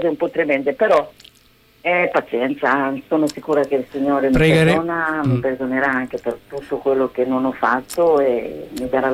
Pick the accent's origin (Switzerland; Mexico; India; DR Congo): DR Congo; Italian is a second language; now in Pesaro, Italy; Sì, sono della Repubblica Democratica del Congo, del Sud, diciamo. Sono dall'88, adesso quanti anni sono che sono qui, non lo so, quasi 40 anni.